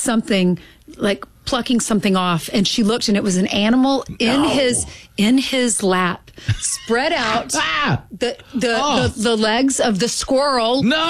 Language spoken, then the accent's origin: English; South Carolina, United States; You know, I grew up in South Carolina, wanted to be in New York so badly.